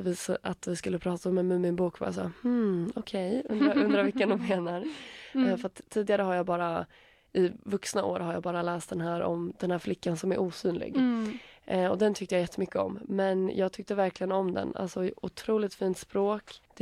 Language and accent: Swedish; Finland; accent: Finland Swedish; Ursäkta min finlandssvenska.